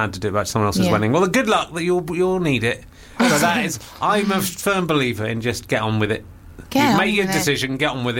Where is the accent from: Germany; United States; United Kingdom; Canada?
United Kingdom; Pocklington, Yorkshire and the Humber; born there; I was born in Pocklington.